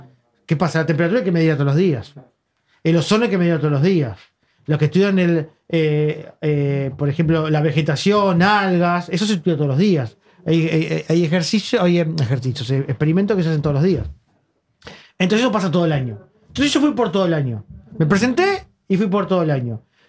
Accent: Buenos Aires, Argentina

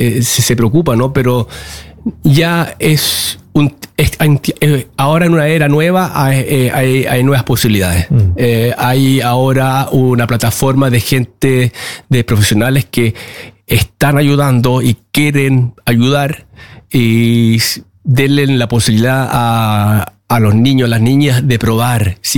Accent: Chile; born or raised there

